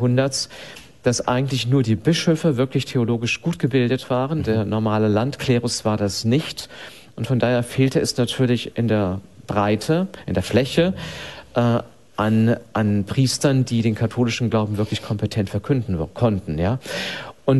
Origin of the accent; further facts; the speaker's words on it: Bremen, Germany; Ja, also ich bin in einem katholischen Elternhaus aufgewachsen. Ich bin in Bremen aufgewachsen, und zwar, das ist ja bekanntermaßen eher protestantisch beziehungsweise jetzt höchst säkular geprägt heutzutage.